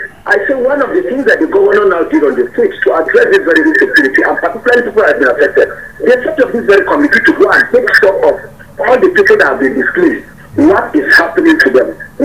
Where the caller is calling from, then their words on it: Plateau, Nigeria; I'm calling from Rangia.